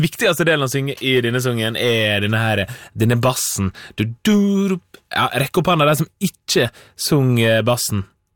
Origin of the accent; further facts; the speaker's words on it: Møre og Romsdal, Norway; accent: Sunnmørsk; fordi jeg har jo ei dialekt, men der er folk som prater bredere sunnmørsk enn meg.